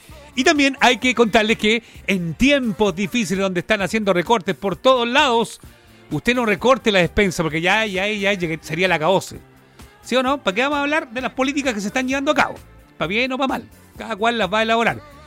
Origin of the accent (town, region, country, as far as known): Chile